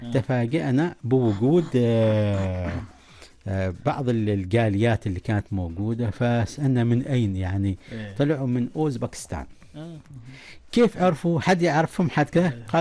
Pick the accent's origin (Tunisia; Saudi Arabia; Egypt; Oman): Oman; العيد هنا في عمان.